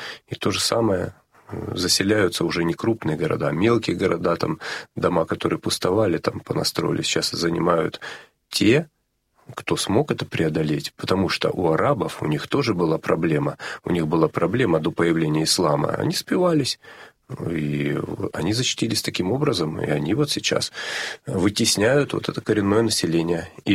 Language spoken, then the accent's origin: Russian; Rostov-on-Don, Rostov Oblast, Russia; я вообще из Ростова-на-Дону, а жили мы в области